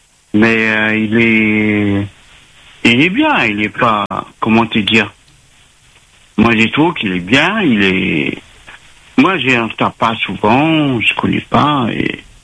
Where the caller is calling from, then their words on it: Lyon, Auvergne-Rhône-Alpes, France; je suis à Lyon.